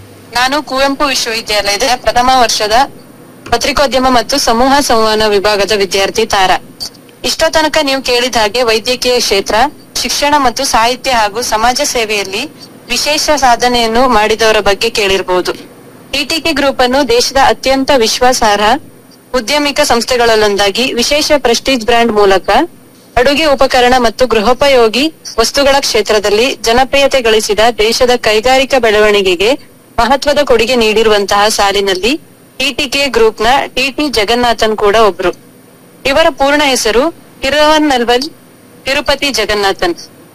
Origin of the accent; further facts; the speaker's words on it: Sagar, Karnataka, India; ಸಾಗರದವರು madam.